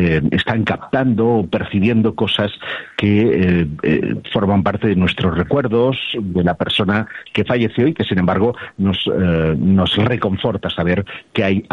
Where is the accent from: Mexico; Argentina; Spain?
Spain; Terrassa, Catalonia; born there; yo vengo de una ciudad, yo nací en Tarrasa, una localidad que está a unos 30 y tantos kilómetros de Barcelona